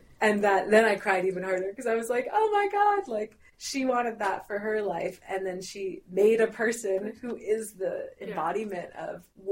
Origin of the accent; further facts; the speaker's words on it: United States; born there; accent: slightly French (in childhood)